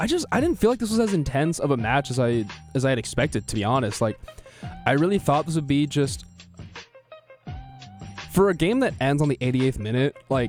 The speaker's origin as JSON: {"language": "English", "country": "United States", "said": "as an American, I was rooting against Bellingham."}